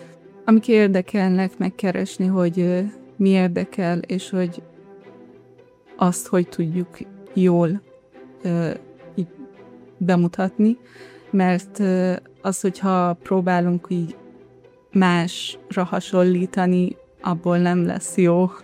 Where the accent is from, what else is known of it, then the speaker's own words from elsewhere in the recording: Iran; moved away as an adult; now in Hungary; itt születtem, és amikor egy éves voltam, akkor költöztünk Iránba, és 18 évesen jöttünk vissza.